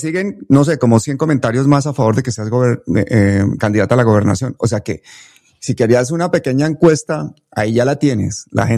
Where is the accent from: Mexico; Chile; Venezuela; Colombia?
Colombia